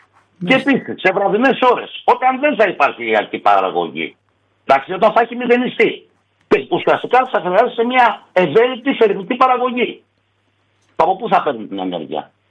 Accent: Aliveri, Central Greece, Greece; Λοιπόν, εγώ η καταγωγή μου είναι από το Αλιβέρι της Εύβοιας.

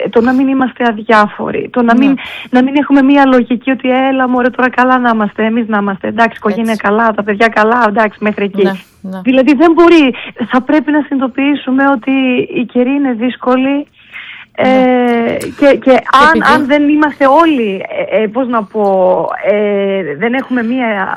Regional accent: Crete, Greece; moved away; ήταν Κομόπολη το μέρος που μεγάλωσα στην Κρήτη.

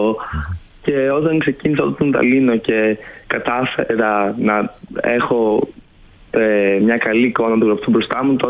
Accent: Thessaloniki, Central Macedonia, Greece; Είμαι από τη Θεσσαλονίκη.

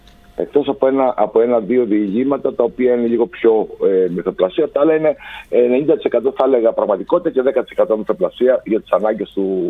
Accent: Central Greece, Greece; born there; Είμαι από το Φτιόλτα, έχω γεννηθεί, οπότε είμαστε συντοπίτες, όπως λέγαμε.

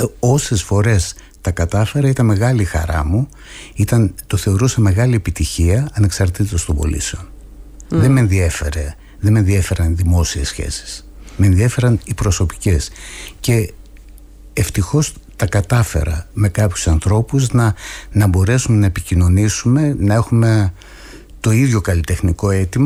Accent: Thessaloniki, Central Macedonia, Greece; γιατί ως Θεσσαλονικιός το Φεστιβάλ Τραγουδιού Θεσσαλονίκης το παρακολουθούσα από παιδί και ήταν ένα παιδικό όνειρο.

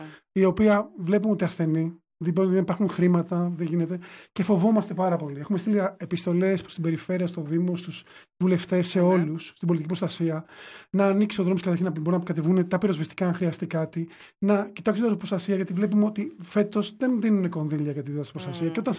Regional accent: Platania, Peloponnese, Greece; Και είναι ωραίο να περπατάς στο χωριό μου.

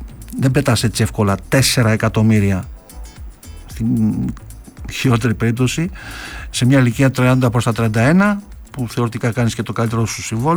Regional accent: Parapotamos, Epirus, Greece; όπως έλεγαν και στο χωριό μου στη Λεμπανίτσα και στον Παραπόταμο

